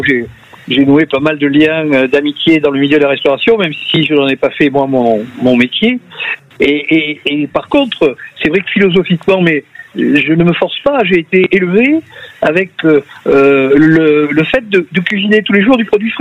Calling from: Lège-Cap-Ferret, Nouvelle-Aquitaine, France; J'habite au Cap Ferret

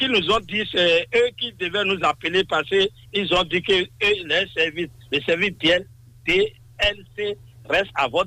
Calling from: Cotonou, Littoral, Benin; De Cotonou, Michel, au 5e arrondissement.

